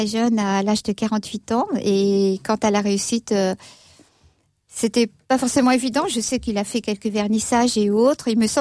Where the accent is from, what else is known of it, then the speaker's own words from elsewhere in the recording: Paris, Île-de-France, France; born there; also born or lived in Côte-d'Or, Burgundy; now in Dijon, France; Alors, je suis née à Paris, à Belleville